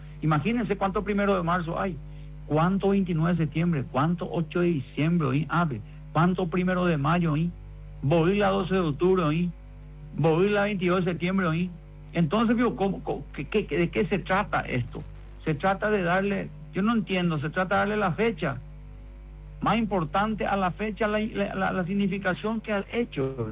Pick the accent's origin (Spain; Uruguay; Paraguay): Paraguay; eso es lo que me une a mí en mi sangre como tradición, como paraguayo